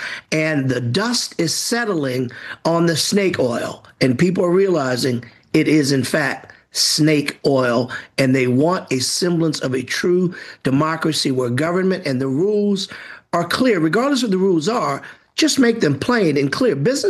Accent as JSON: {"language": "English", "region": "Louisiana", "country": "United States", "tie": "born there", "said": "in my home state, Louisiana"}